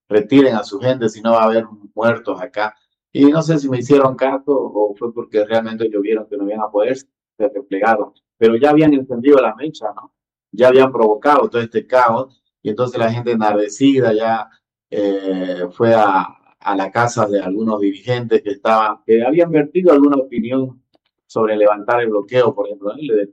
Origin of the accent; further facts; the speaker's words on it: San Julián, Santa Cruz, Bolivia; moved away as an adult; yo decidí dejar San Julián.